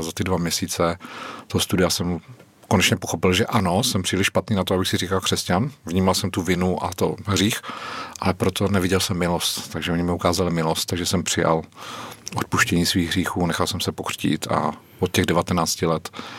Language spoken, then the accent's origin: Czech; Šumava, Czechia; Poutní kostel Lomeček u Vodňan, původně jsem ze Šumavy.